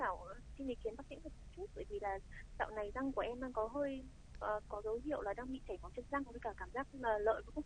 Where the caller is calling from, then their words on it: Hanoi, Vietnam; đến từ Hà Nội ạ.